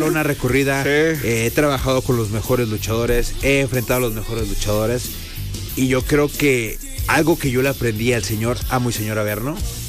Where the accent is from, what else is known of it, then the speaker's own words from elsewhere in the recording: Sinaloa, Mexico; now in Guadalajara, Mexico; pues toda mi familia está en Sinaloa. Yo soy originario de Sinaloa, o sea, no tengo familia aquí en Guadalajara.